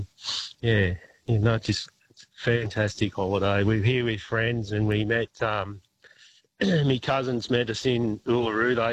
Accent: Moama, New South Wales, Australia; Just live down the river from you, but we're on holidays. We're from Moama.

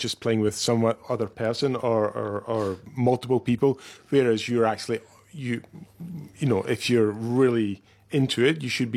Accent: Dundee, Scotland, United Kingdom; moved away as an adult; also born or lived in Denmark; now in Sydney, Australia; I'm from Dundee originally. Oh. Grew up in Dundee and then I lived half my life in Denmark where I studied and then was a professor at the academy there.

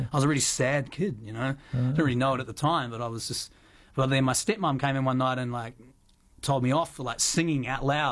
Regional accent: Christchurch, Canterbury, New Zealand; moved away as an adult; now in Australia; the Christchurch earthquakes happened. That was my hometown. It was a bit dismal. So I was lucky. I considered that I could just pack up and go. So I did. Came to Australia.

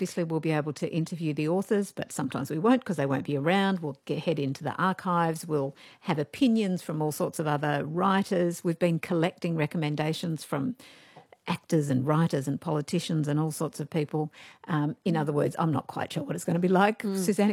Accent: Dapto, New South Wales, Australia; And from Wollongong. I grew up in Dapto, so shout out to all of that.

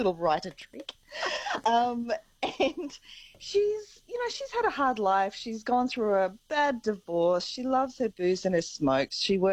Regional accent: Gippsland, Victoria, Australia; I am from the country. I grew up in Gippsland

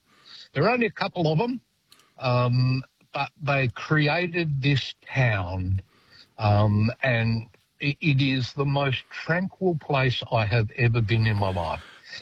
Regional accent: Murwillumbah, New South Wales, Australia; From the border, Mwoolumbah.

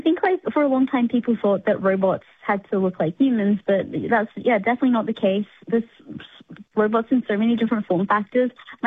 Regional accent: Cairns, Queensland, Australia; I took it for granted when I was growing up in Cairns, far north Queensland

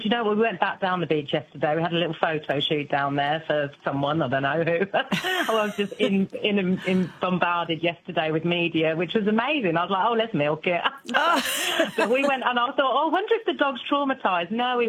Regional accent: Northampton, East Midlands, United Kingdom; She's only from the same place that I'm from, in England, Northampton.

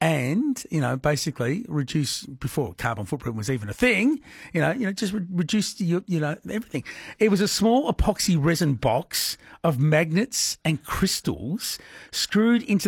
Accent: Broadmeadows, Victoria, Australia; Because I grew up in Broadmeadows in Melbourne where the Ford factory was.

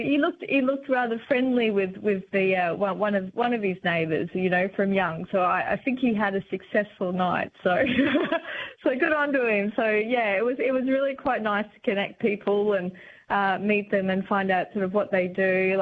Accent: Brisbane, Queensland, Australia; let him know I was from Brisbane.

